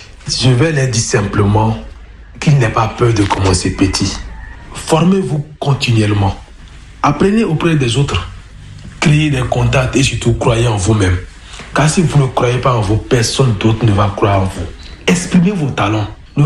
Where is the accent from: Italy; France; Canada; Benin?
Benin; Ouaké, Donga; organisons des visites touristiques pour leur permettre de découvrir ce que nous avons comme culture chez nous, à Ouaké.